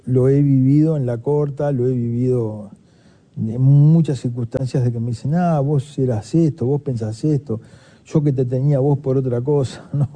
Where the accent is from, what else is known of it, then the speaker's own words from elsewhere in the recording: Uruguay; Somos los uruguayos que tenemos un problema con la libertad.